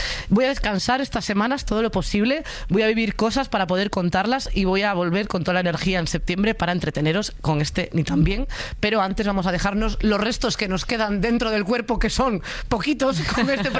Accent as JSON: {"language": "Spanish", "town": "A Coruña", "region": "Galicia", "country": "Spain", "lives_now": "Madrid, Spain", "said": "yo soy de lejos, yo soy de Coruña y vivo lejos de mi familia como gran parte de la gente que vivimos en Madrid"}